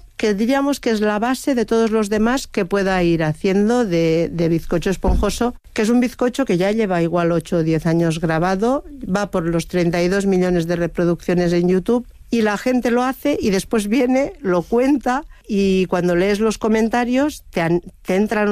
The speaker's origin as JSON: {"language": "Spanish", "town": "Lleida", "region": "Catalonia", "country": "Spain"}